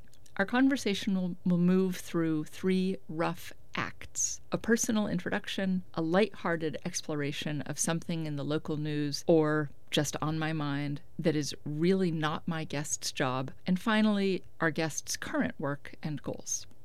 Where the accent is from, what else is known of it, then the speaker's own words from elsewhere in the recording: East Coast, United States; So I'm from the East Coast. We just called it fried dough.